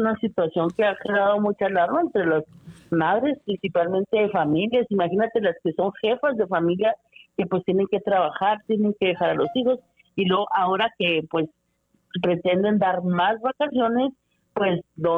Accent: Chihuahua, Mexico; los chihuahuenses

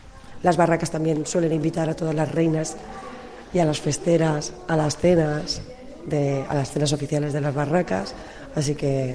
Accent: El Campello, Valencian Community, Spain; este no es mi pueblo natal. Uh-huh. Yo en realidad soy de Campello, me vine aquí a vivir hace 13 años

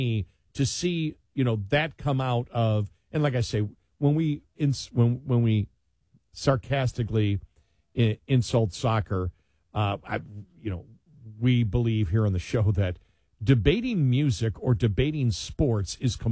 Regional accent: United States; as an American

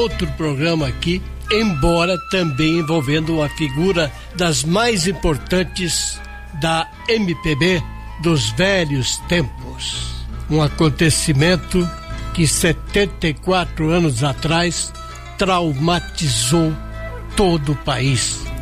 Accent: Araçoiaba da Serra, São Paulo, Brazil; moved away; lá em Araçoiaba da Serra, minha terra natal

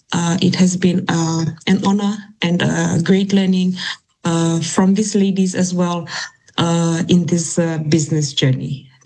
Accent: Eastern Division, Fiji; I'm Itoke, married to a Rutuman. So I'm from Kete Totoya in Lao. I have maternal links in Matuku. Makandru Matuku in Lao.

